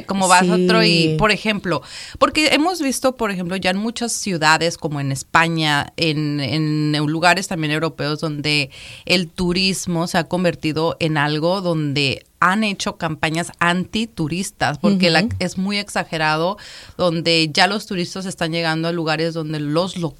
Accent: Mexico; Pero después si llegas, yo puedo llegar y yo, oye, soy mexicana.

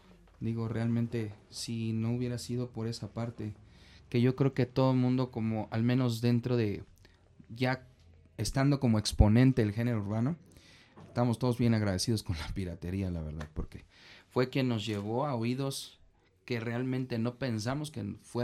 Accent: Mexico City, Mexico; also born or lived in Tlalnepantla, State of Mexico; crecimos, no sé, 3, 4 años de edad en Tlalnepantla, Estado de México, pero a partir de ahí me crié aquí en el centro, en la colonia Guerrero, pues muy cerquita de Garibaldi

